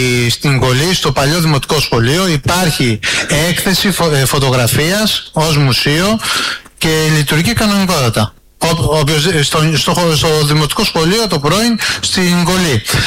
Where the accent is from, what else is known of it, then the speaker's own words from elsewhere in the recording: Ionian Islands, Greece; Και συγχωριανή, είμαι και από την Νικολή.